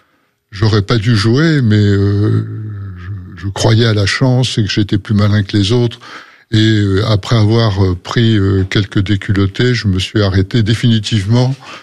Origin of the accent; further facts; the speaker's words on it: Paris, Île-de-France, France; born there; also born or lived in Algeria; j'ai suivi ma mère qui avait divorcé quand j'étais très très jeune. Elle s'est remariée en 1955 à Paris, donc depuis 1955, je suis parisien.